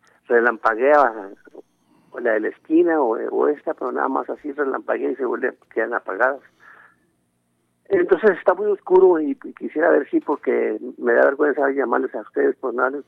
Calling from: Mexico; le estoy hablando aquí de la colonia Benito Juárez.

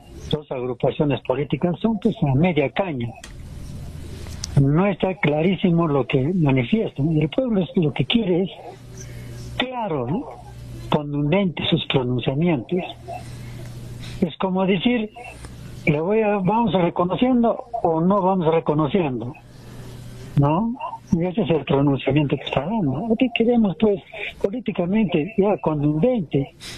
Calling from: Peru; como peruano

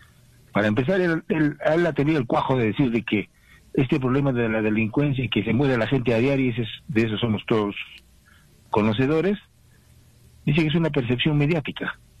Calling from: Juliaca, Puno, Peru; de Juliaca

